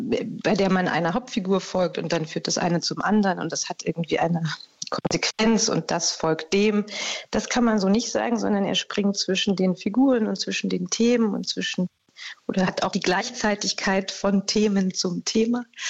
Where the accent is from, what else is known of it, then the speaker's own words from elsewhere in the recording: Berlin, Germany; Ich bin Berlinerin